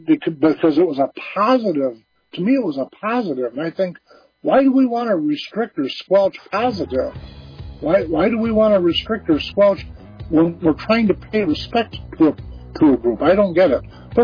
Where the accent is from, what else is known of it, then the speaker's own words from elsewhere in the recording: Pontiac, Michigan, United States; In my era, 60s, 70s, growing up, I came up from the Pontiac, Michigan area